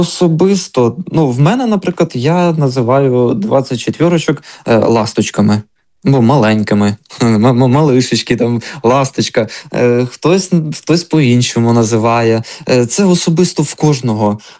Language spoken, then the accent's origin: Ukrainian; Volyn Oblast, Ukraine; я із Волині.